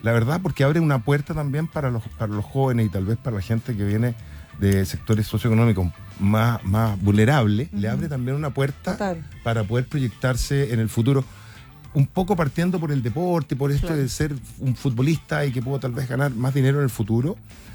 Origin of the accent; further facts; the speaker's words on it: Viña del Mar, Valparaíso, Chile; Yo soy viñamarino